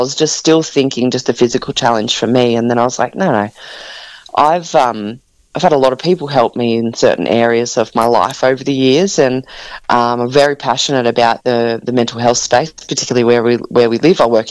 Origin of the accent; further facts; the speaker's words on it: Junee, New South Wales, Australia; moved away; I was originally from Junine.